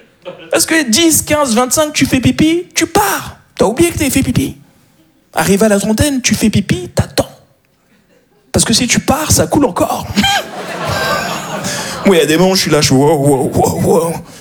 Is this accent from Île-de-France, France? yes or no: yes; Paris, Île-de-France, France; Je suis un Parisien, voilà ce que je suis.